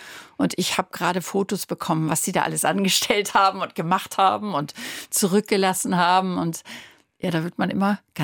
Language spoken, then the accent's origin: German; North Rhine-Westphalia, Germany; Und ich komme ja aus dem Ruhrgebiet, wo Minen auch eine allgegenwärtige Sache waren.